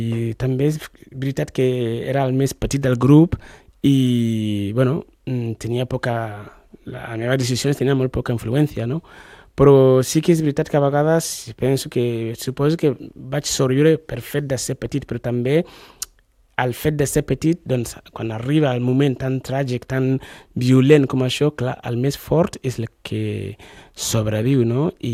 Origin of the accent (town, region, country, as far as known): Ghana